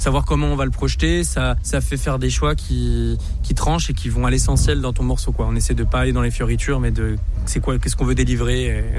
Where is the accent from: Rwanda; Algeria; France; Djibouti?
France; Français, bon, je suis français.